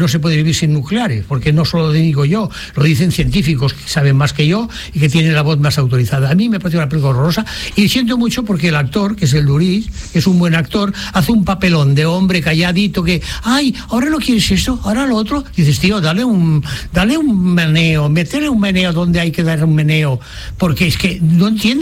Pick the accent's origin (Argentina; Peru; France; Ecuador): France; Y eso que es cine francés, que sabéis que soy una francesa.